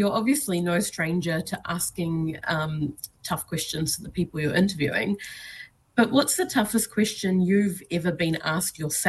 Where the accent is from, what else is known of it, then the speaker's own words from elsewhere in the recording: New Zealand; moved away as an adult; also born or lived in Melbourne, Australia; I'm from New Zealand, but I lived in Melbourne for 5 years.